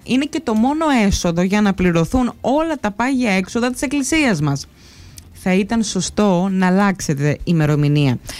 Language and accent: Greek; Trogianata, Ionian Islands, Greece; Σάββατο 25 Ιουλίου βράδυ γιορτάζει η Αγία Παρασκευή στο χωριό μου, στα Τρογιανάτα, στο ξεριζωμένο, αλλά και στα Φαρακλάτα και όχι μόνο.